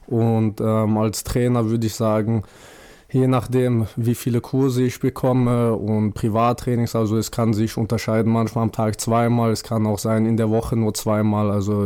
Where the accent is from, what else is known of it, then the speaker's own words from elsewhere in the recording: Dagestan, Russia; moved away; Ursprünglich bin ich aus Dagestan